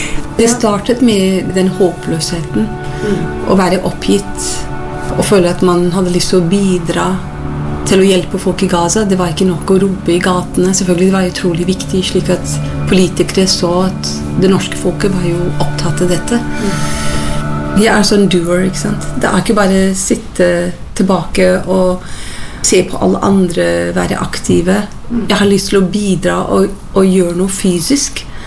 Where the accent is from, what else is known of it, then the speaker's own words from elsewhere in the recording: Scotland, United Kingdom; now in Norway; er født og oppvokst i Skottland, kom til Norge i 1986 og har bodd her siden.